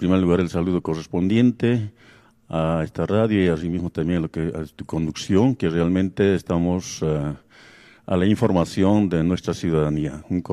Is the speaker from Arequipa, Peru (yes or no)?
no; Cotabambas, Apurímac, Peru; moved away as an adult; also born or lived in Cusco / Abancay / Lima; now in Tambobamba, Peru; ya somos tambobambinos, soy natural de Cotabambas, y aquí en Tambobamba estoy por más de 25 años y por consiguiente me siento más tambobambino